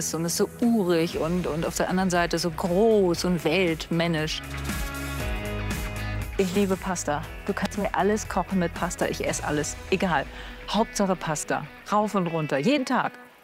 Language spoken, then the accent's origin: German; Kassel, Hesse, Germany; born there; also born or lived in Hamburg; Ich bin in Kassel geboren, dann war ich in Hamburg, hab dann da studiert